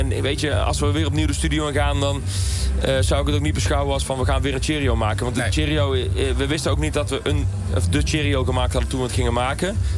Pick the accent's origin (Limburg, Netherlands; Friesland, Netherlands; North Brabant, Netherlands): North Brabant, Netherlands; toevallig kom ik ook uit Brabant.